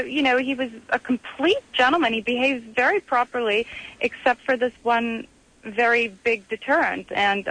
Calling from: Chicago, Illinois, United States; From Chicago.

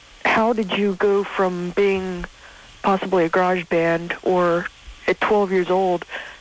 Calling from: Maryland, United States; Maryland, D.C. area.

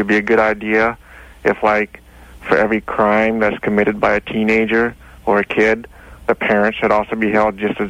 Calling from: San Diego, California, United States; I'm calling from San Diego.

